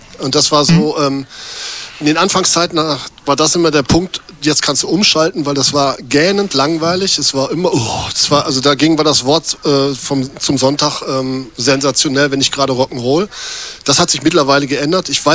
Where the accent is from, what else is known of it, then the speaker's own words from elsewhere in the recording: North Rhine-Westphalia, Germany; ich komme ja vom Niederrhein, also ich komme aus der WDR.